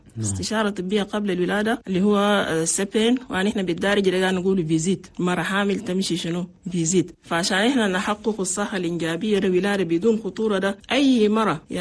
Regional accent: Chad; لأن نحن عندنا في تشاد نسبة موت عن الأمهات اللي بموتوا فيه والودة كتير مرة واحد

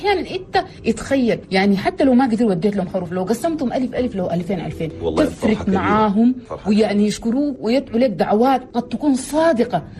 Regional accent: Chad; بس نحن كمجتمع تشادي مجتمع رحيم، في كثير من الأسرة التشادية تلقى واحد عنده أخوه ما بخلي

